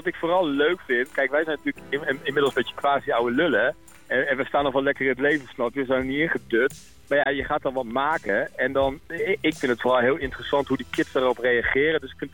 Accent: Groningen, Netherlands; now in The Hague, Netherlands; ik ben een Groninger die ooit eens geëmigreerd is naar Den Haag. En ik ben Den Haag echt super gaan waarderen. Ik vind het zo'n fijne stad.

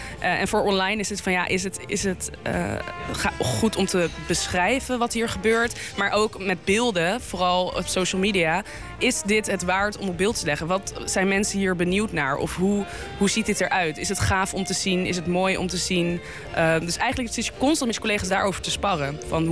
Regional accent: The Hague, South Holland, Netherlands; want dat is mijn eigen stad. Mijn ouders komen uit Den Haag, ik kom uit Den Haag, ik ben er opgegroeid.

